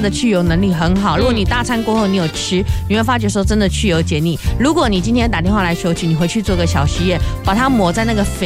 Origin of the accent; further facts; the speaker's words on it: Taiwan; 其实我们台湾人最害怕的是什么？是大肠癌。